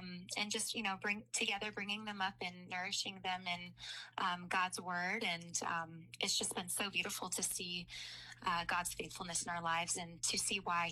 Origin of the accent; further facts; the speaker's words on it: Santa Clarita, California, United States; So, I grew up in Santa Clarita Valley. It's about 30 miles northwest of LA, raised in a Christian home.